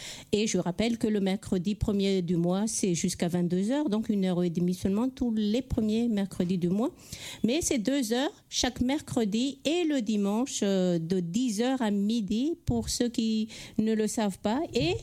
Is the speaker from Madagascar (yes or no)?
yes; Madagascar; now in Cachan, France; ça ne se fait pas chez nous, à Madagascar.